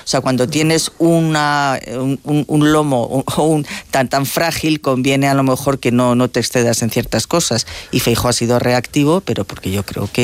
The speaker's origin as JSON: {"language": "Spanish", "country": "Spain", "said": "frente a su victimismo las víctimas somos los españoles"}